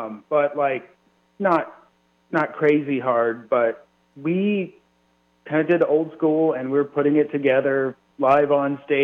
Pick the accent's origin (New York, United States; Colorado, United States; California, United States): Colorado, United States; Denver; Well, yeah, I'm from Denver, man.